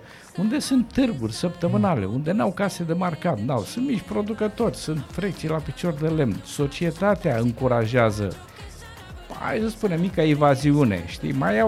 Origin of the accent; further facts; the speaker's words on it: Romania; born there; acolo m-am născut, pe așa lângă Hanul Balcan.